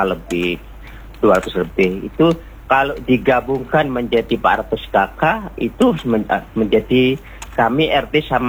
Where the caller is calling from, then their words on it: Tanjungpinang, Riau Islands, Indonesia; Jadi saya kan Melayu Kota Piring ini